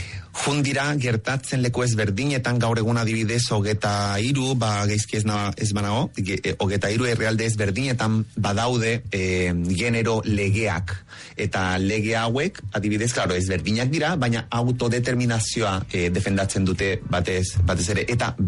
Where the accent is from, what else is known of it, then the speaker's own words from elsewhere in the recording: Chile; ni txiletarra naiz, eta klaro, kulturan artean be, nahiko tradizionala, edo hemendik konparatuta adibidez, tradizionalagoa da Txile